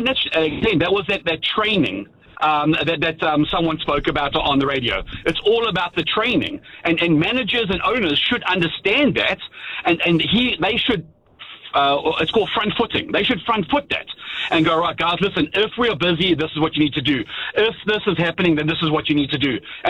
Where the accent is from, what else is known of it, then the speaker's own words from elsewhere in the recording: South Africa; But I'm the kind of person, because I'm South African, I'm quite a, people say I'm aggressive.